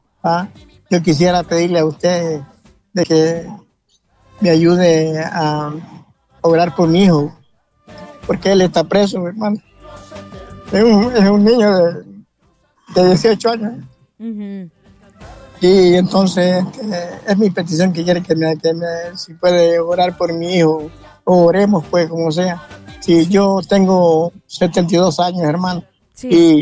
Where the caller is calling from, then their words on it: Tegucigalpa, Francisco Morazán, Honduras; Yo llamo aquí a Tegucigalpa, de aquí, Colonia La Granja.